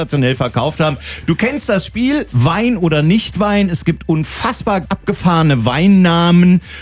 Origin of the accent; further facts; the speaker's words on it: Alzenau, Bavaria, Germany; born there; weil ich bin in Wasserlos geboren.